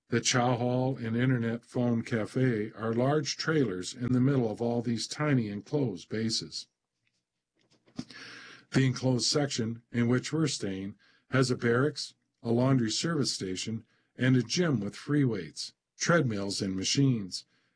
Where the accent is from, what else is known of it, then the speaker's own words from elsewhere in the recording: New York, United States; Roman is from Massachusetts. I'm from New York.